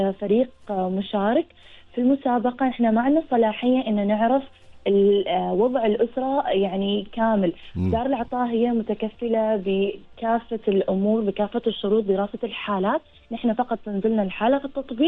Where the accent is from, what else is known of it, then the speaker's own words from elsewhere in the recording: Muscat, Muscat Governorate, Oman; طبعا نحن من مسقط